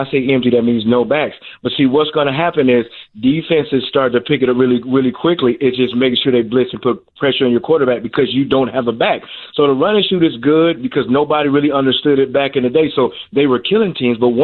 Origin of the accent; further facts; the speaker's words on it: Denver, Colorado, United States; I'm from Denver, Colorado, grew up watching John Elway.